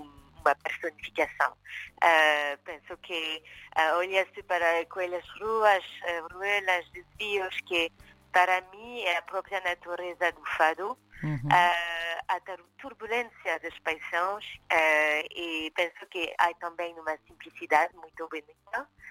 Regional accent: France; accent: French; first language French; Portuguese is a second language; tem um sotaque francês, mas tem o fado.

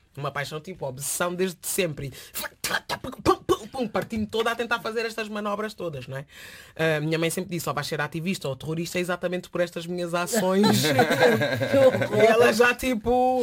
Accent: Lisbon, Portugal; sendo lisboeta

